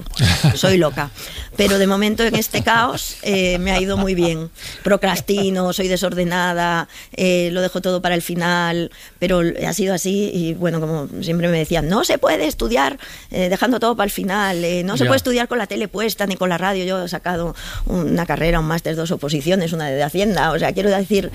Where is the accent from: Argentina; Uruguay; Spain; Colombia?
Spain; San Sebastián, Basque Country; De qué equipo soy, del que acaba de ganar la Copa del Rey, porque soy donostiarra